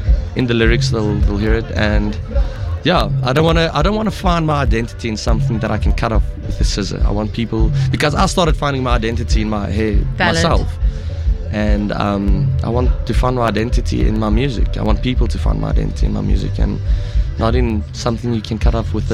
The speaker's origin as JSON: {"language": "English", "town": "Bloemfontein", "region": "Free State", "country": "South Africa", "said": "I'm from Bloemfontein. I am the most Afrikaans person at this festival."}